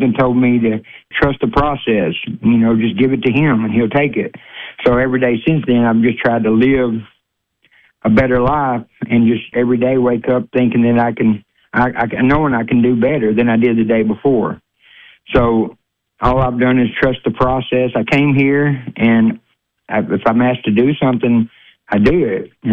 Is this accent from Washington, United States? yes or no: no; Harrisburg, Arkansas, United States; I'm from Harrisburg, Arkansas.